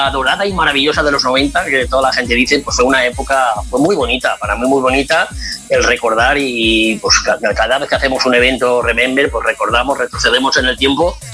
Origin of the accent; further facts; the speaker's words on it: Xàtiva, Valencian Community, Spain; yo soy natural de Xàtiva, trabajo en Valencia capital, pero resido en Xàtiva.